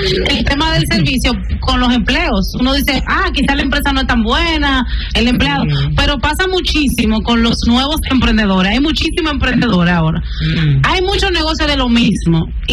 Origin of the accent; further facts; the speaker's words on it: Dominican Republic; nosotros como dominicanos y dominicanas